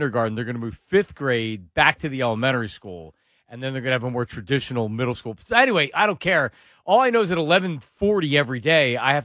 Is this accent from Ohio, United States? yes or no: no; Pennsylvania, United States; growing up in Pennsylvania, other than having some cousins from New Jersey